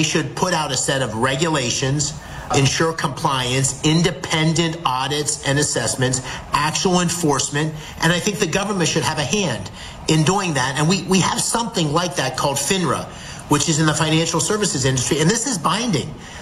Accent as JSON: {"language": "English", "region": "Pennsylvania", "country": "United States", "tie": "born or raised there", "said": "No senator is going to go to Columbia County, where I grew up in Pennsylvania, and tell people to have a data center."}